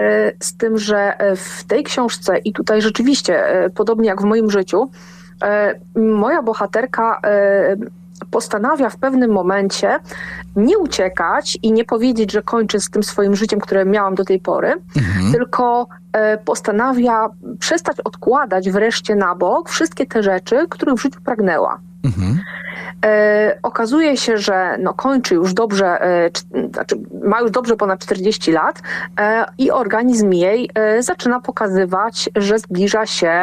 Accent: Szczecin, West Pomeranian Voivodeship, Poland; Jestem z Pomorza Zachodniego, jestem ze Szczecina, mieszkam nadal na Pomorzu Zachodnim, mimo że już nie w Szczecinie.

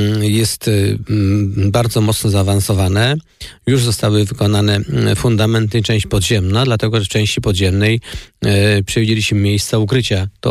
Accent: Rybno, Masovian Voivodeship, Poland; moved away; also born or lived in Sochaczew; ja pochodzę z ziemi sochaczewskiej, z gminy Rybno

